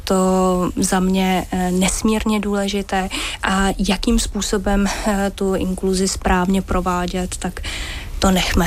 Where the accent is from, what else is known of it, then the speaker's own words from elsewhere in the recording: Mělník, Central Bohemian Region, Czechia; já jsem z Mělníka